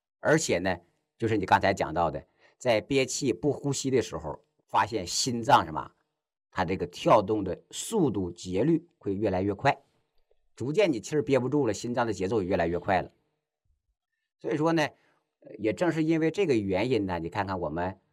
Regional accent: China; 我们中国人喜欢用个词儿叫什么？叫气绝身亡。

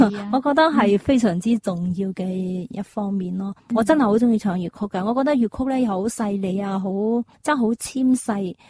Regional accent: Guangzhou, Guangdong, China; 我自己身为系广州人，系广府嘅，即系饮住珠江水长大啦，

